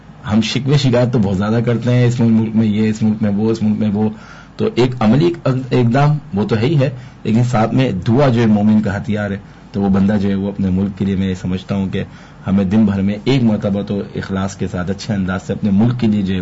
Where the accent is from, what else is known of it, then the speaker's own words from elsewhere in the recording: Pakistan; تو وہ پھر آپ اپنی پہچان بتاتے میں پاکستان سے ہوں, تو یہ ہماری ایک پہچان ہے بہت بڑی ہے.